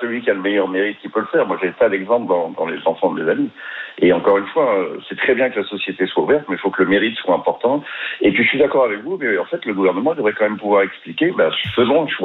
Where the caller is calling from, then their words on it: Paris, Île-de-France, France; C'est ça, j'habite à Paris dans le 17e. Je suis plutôt âgé puisque j'ai bientôt 63 ans.